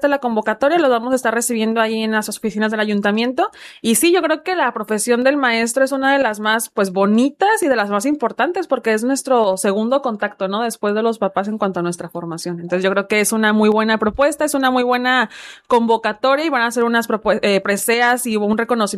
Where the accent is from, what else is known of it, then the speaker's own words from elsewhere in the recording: Manzanillo, Colima, Mexico; todas y todos los manzanillenses